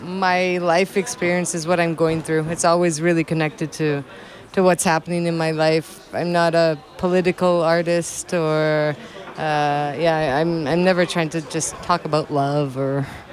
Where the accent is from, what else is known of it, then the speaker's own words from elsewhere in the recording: Lugano, Ticino, Switzerland; Next week I'm playing in Lugano, my hometown.